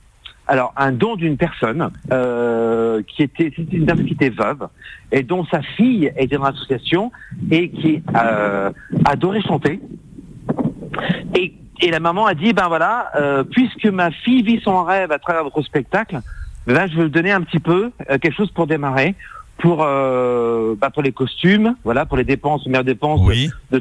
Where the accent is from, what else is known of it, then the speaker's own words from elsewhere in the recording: Grenoble, Auvergne-Rhône-Alpes, France; now in Allier, France; moi, je suis grenoblois. Je suis arrivé dans l'Allier en 96.